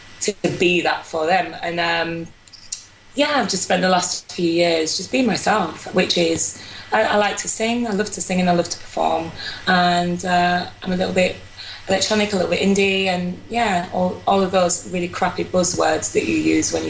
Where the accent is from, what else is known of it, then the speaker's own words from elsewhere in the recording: Yorkshire and the Humber, United Kingdom; Oh, well, I'm from Yorkshire, so I guess we're a little bit rough around the edges.